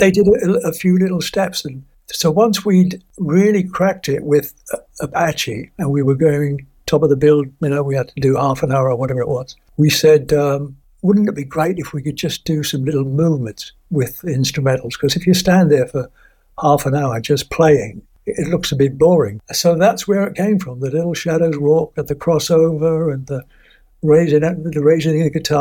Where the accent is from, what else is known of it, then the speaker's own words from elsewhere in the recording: England, United Kingdom; I'm from England.